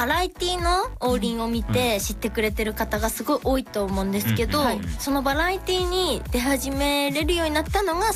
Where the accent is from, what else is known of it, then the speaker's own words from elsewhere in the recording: Aomori, Japan; accent: Aomori; 地元の青森のローカル線があって、